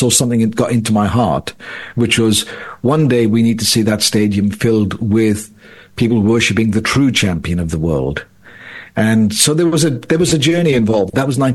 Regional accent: Wales, United Kingdom

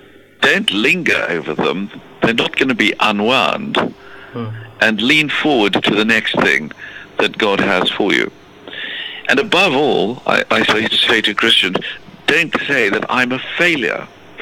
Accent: South Africa; moved away as an adult; Well, I grew up in South Africa, went to university there, studied law and philosophy.

